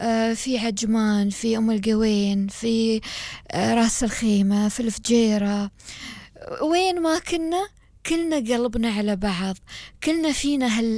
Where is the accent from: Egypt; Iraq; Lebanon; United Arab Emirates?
United Arab Emirates